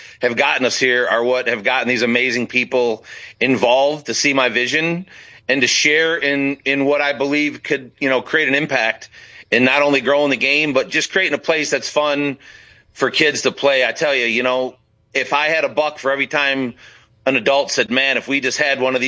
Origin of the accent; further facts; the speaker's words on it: Detroit, Michigan, United States; growing up in Detroit.